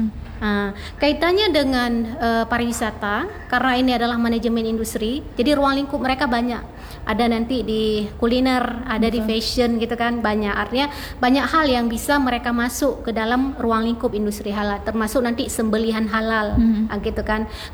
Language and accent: Indonesian; Aceh, Indonesia; kita tetap dengan identitas kita Aceh, kita tetap dengan karakteristik Aceh